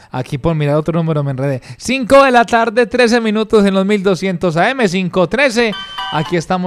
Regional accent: Concordia, Antioquia, Colombia; Un saludo a la gente de mi tierrita. Pueblo de gente berraca, de gente trabajadora, de gente echada para adelante.

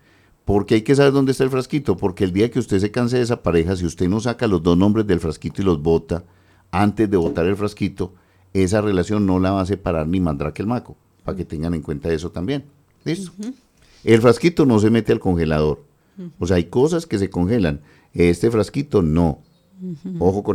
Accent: Paisa region, Colombia

